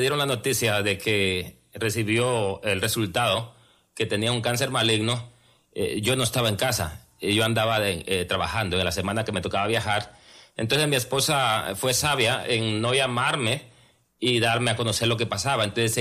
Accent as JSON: {"language": "Spanish", "country": "Guatemala", "said": "Soy guatemalteco de origen."}